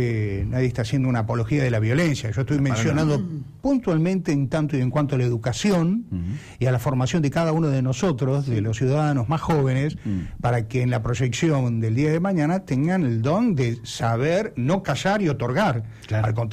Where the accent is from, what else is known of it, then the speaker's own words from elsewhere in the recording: Argentina; es un deber de cada uno de nosotros como ciudadanos argentinos.